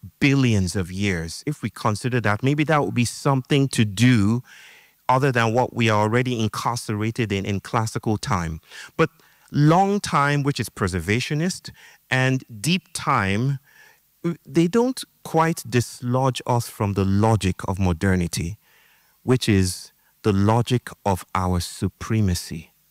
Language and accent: English; Nigeria; I grew up in Nigeria, and we had songs that basically came down to the idea that time is money.